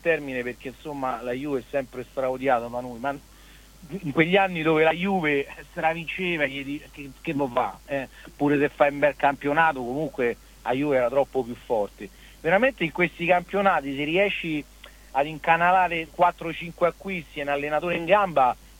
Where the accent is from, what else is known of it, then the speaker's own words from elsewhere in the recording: Rome, Lazio, Italy; raga, ma siamo da Roma, io sono da Roma